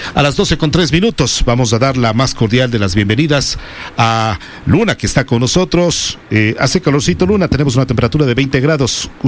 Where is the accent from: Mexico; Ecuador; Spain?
Ecuador